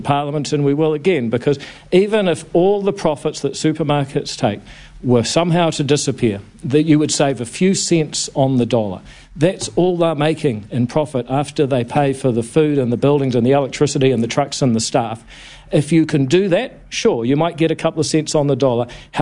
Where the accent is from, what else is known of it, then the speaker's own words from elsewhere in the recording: New Zealand; One of the things I'm proudest of as a New Zealander is the fact that our country has forensically gone through its history